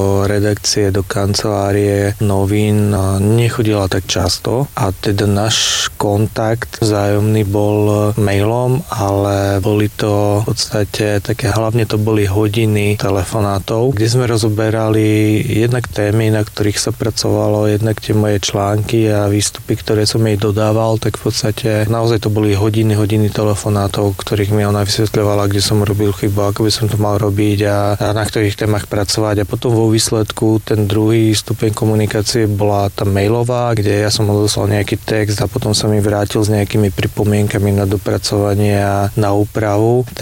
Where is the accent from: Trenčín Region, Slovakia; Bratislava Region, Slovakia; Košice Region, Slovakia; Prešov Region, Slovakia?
Prešov Region, Slovakia; Prešov; ja som Prešovčan